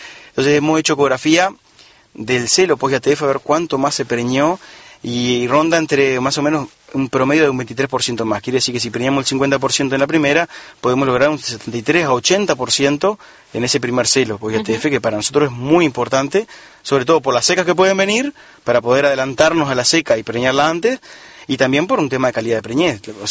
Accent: Paso de los Toros, Tacuarembó, Uruguay; moved away as an adult; Vos sabés que yo soy de Paso de los Toros

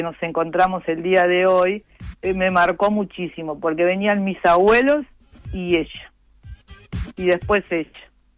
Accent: Uruguay; yo me crié, el otro día hablábamos eso con los compañeros, que yo me crié más en Chapada la Antigua, ¿no?

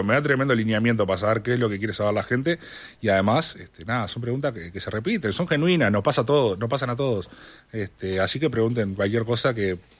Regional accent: Uruguay

